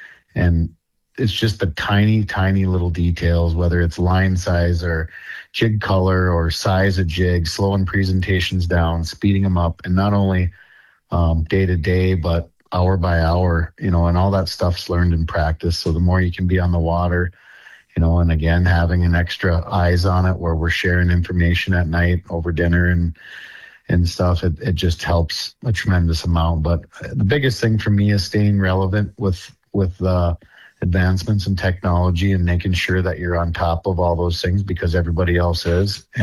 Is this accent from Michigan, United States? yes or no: yes; Grand Rapids, Michigan, United States; It's right here in my hometown, Raysport Marine Grand Rapids.